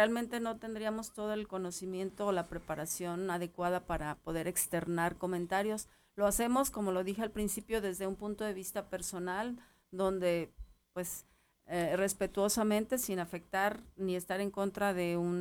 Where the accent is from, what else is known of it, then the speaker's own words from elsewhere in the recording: Mexico; esos valores que como familias mexicanas siempre tuvimos